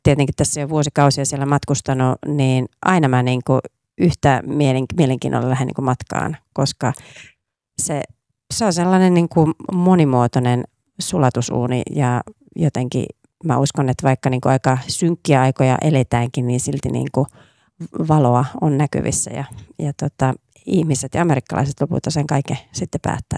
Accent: Oulu, North Ostrobothnia, Finland; moved away as an adult; now in United States; Kotikaupunkini oululaisille.

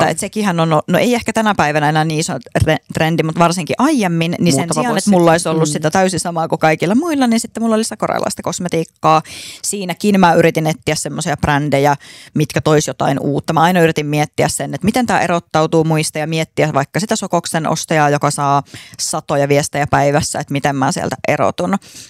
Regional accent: Oulu, North Ostrobothnia, Finland; accent: Oulu dialect; Kaikki on mulle aina silleen, tuo sun murre on niin ihana, vaikka niin. Musta tuntuu, että mun oululainen murre on jo vähän hävinnyt harmillisesti.

